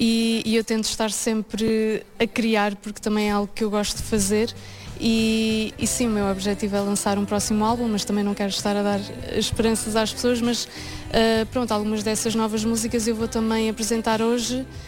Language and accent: Portuguese; Leiria, Portugal; eu sou de Leiria, sou daqui ao pé e também passava aqui algum tempo enquanto criança.